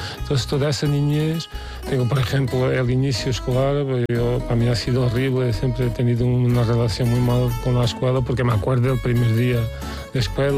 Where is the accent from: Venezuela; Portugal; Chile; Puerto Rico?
Portugal; Ferreira do Alentejo, Alentejo; Spanish is a second language; moved away; also born or lived in near Lisbon; el pueblo donde he vivido, o la origen de mi familia paterna, se llama Ferreira do Alentejo.